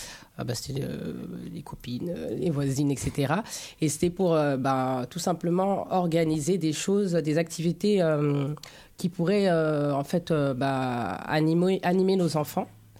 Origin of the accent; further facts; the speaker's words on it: Paris, Île-de-France, France; born there; moi je suis une parisienne née dans le 18e.